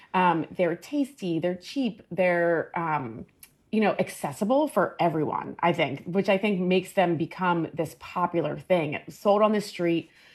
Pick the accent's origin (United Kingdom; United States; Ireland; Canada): United States; Maryland; born or raised there